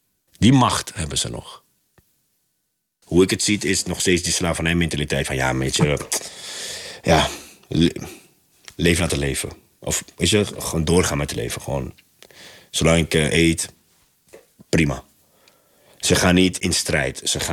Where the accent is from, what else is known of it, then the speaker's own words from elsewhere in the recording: Curaçao; ze zien dat ik een Curaçaoenaar ben.